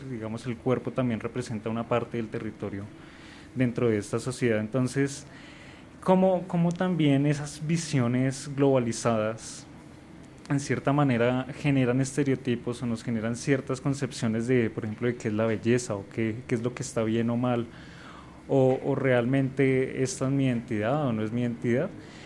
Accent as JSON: {"language": "Spanish", "country": "Colombia", "said": "muchos de nosotros pues sentimos identidad no solo como colombianos, sino también como latinoamericanos."}